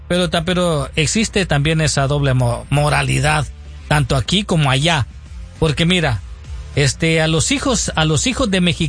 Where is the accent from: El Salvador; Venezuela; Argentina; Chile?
El Salvador; now in United States; Yo soy 100% salvadoreño.